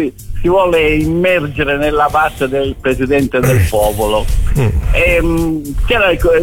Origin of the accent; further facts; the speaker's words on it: Capo d'Orlando, Sicily, Italy; Mi ricordo che sono di Capo d'Orlando.